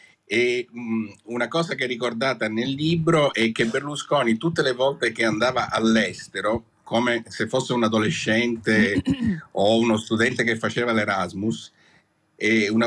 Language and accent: Italian; Sicily, Italy; io sono siciliano.